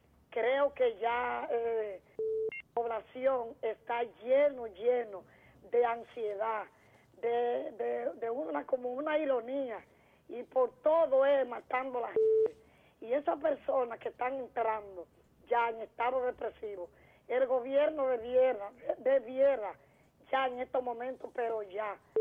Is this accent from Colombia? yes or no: no; Valverde, Dominican Republic; vecino de donde yo nací, me crié en Independencia.